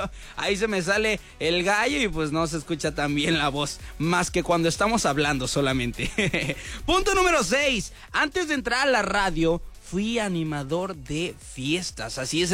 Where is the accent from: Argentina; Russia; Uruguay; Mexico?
Mexico; Acapulco, Guerrero; Sí, aquí Acapulco, Guerrero, pero estamos ahí viviendo ahorita ahí por zona de hospitales.